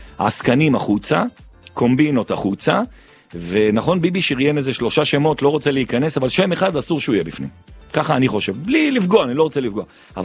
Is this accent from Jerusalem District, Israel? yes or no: yes; Jerusalem, Jerusalem District, Israel; אני ירושלמי